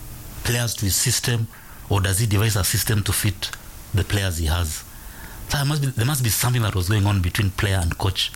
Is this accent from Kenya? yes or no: yes; Kenya; I'm a Kenyan, you know.